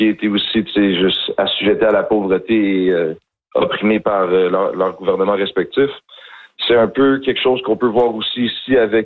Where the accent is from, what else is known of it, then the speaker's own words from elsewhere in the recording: Montreal, Quebec, Canada; Tu sais, moi, je viens de Saint-Henri. J'ai vécu autour de Saint-Henri les derniers 14 ans de ma vie.